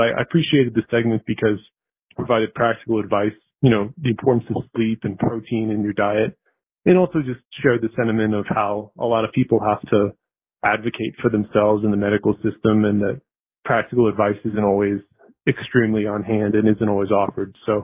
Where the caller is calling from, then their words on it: Arizona, United States; I'm calling from Arizona.